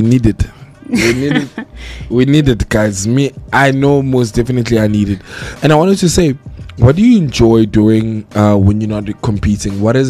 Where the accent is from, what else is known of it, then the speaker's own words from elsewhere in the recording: South Africa; Hey, now I'm from Ekasi, papi. We live.